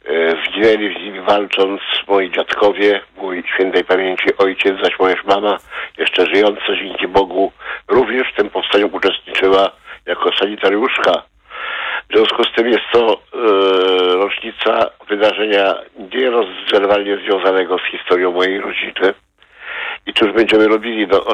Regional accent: Warsaw, Masovian Voivodeship, Poland; born there; jako warszawiak od, no, wielu, wielu pokoleń.

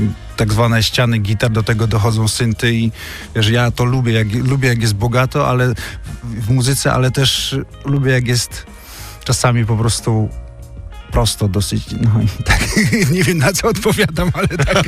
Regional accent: Mędków, Lesser Poland, Poland; bo pochodzę z takiej miejscowości Mędków, która jest nieopodal, powiedzmy, Chrzanowa, czyli w połowie drogi między Katowicami a Krakowem.

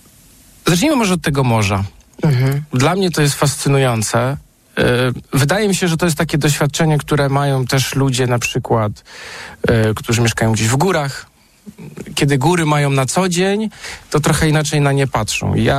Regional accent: Tricity, Pomeranian Voivodeship, Poland; born there; moved away as an adult; also born or lived in Gdynia / Sopot / Gdańsk; now in Warsaw, Poland; Ja się urodziłem się w Gdyni, mieszkałem w Sopocie, w dorosłość wchodziłem w Gdańsku i tak się złożyło, że trafiłem do Warszawy i nie zamierzam jej opuszczać.

